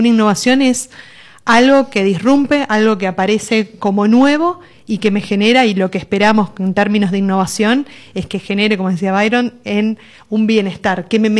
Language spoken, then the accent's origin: Spanish; Santa Fe, Argentina